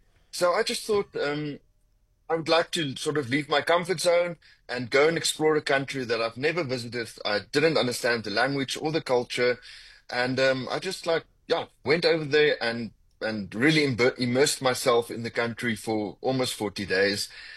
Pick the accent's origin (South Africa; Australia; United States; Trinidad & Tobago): South Africa; the perspective we grew up with in South Africa